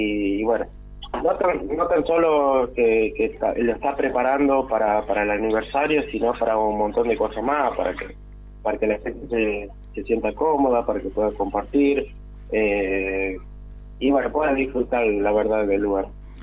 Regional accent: Catamarca, Argentina; Bueno, yo soy nacido y criado en Catamarca, yo

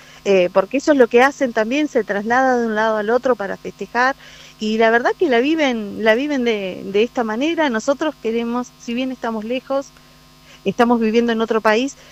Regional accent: Chile; Yo en mi casa soy la única chilena. Uh-huh. Mi esposo es argentino, mis uh-huh. hijos son argentinos y seguramente voy a tener nietos argentinos también.

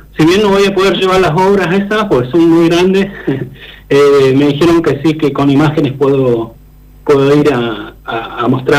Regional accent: Zapala, Neuquén, Argentina; yo creo que tendría que dar lo mejor de mí para poder representar a mi pueblo acá, a Zapala.

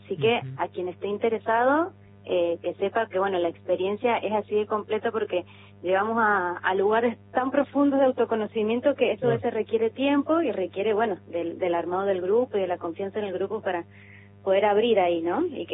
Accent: San Juan, Argentina; now in Córdoba, Argentina; yo soy sanjuanina, pero vivo en Córdoba hace mucho tiempo

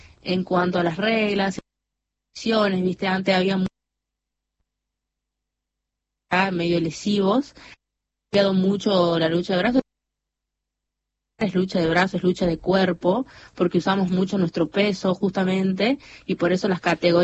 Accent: San Miguel de Tucumán, Tucumán, Argentina; now in Yerba Buena, Argentina; Tucumán, bueno, toda mi vida viví en Tucumán capital, y ahora ahora vivo en Yerba Buena, que es como a 20 minutos de capital.

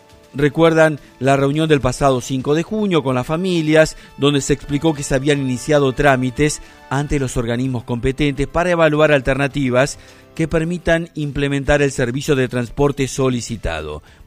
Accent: Argentina; Somos argentinos

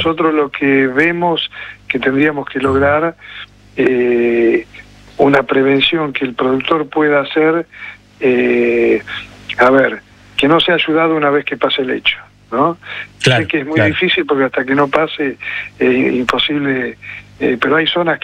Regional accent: Argentina; no podemos permitirnos como argentinos, y esto no es una crítica a nadie

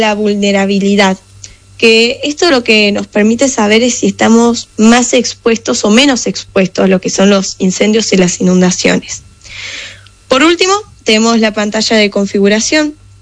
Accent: Villa Carlos Paz, Córdoba, Argentina; yo soy de Carlos Paz y vivo muy cerca de lo que sería la ruta Córdoba. Entonces, veo muy, muy de cerca los incendios forestales desde que soy muy chiquita.

